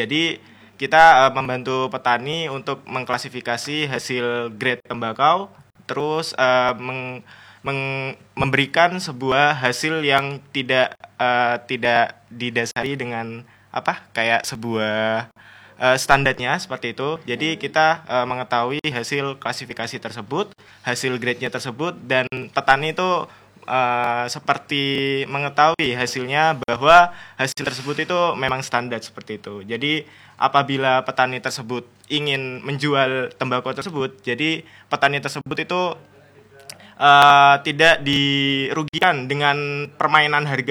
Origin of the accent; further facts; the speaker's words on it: Probolinggo, East Java, Indonesia; Iya, asli Probolinggo.